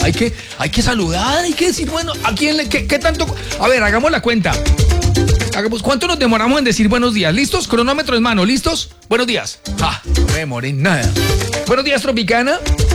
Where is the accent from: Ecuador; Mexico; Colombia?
Colombia; Valle del Cauca; Desde el norte del Valle del Cauca. Esta es mi tierra bonita, mi tierra preciosa, mi Valle del Cauca.